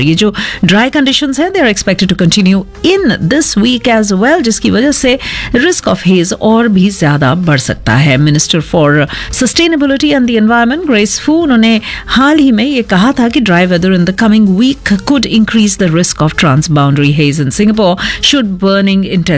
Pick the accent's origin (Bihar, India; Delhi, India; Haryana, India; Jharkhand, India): Delhi, India; now in Singapore; कोई मानता नहीं है कि मैं एक्चुअली दिल्ली से हूँ, बोलते तुम सिंगापुर में इतनी छुई मुई बनती हो